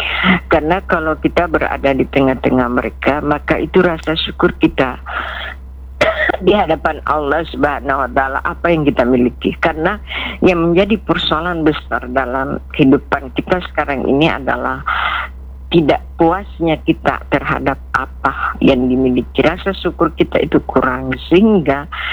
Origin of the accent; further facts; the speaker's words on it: South Sulawesi, Indonesia; Ini juga adalah falsafah hidup kita sebagai orang Bugis.